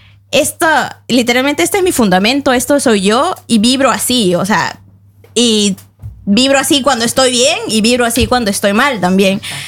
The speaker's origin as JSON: {"language": "Spanish", "country": "Peru", "said": "A ver, si bien los argentinos, que yo también me abrumo como peruana"}